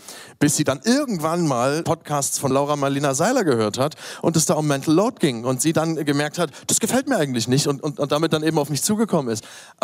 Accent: Dresden, Saxony, Germany; born there; also born or lived in Berlin

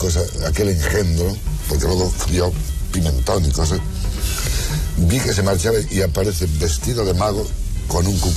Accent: Cuenca, Castilla-La Mancha, Spain; Y le dije, mire usted, yo soy de Cuenca … me gusta mucho el humor

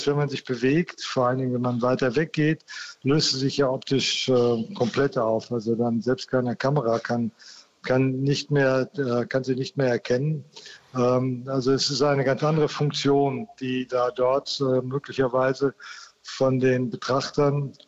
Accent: North Rhine-Westphalia, Germany; Also wir kommen ja aus Westfalen und da war natürlich der Mauerbau immer auch ein Thema bei uns in der Familie.

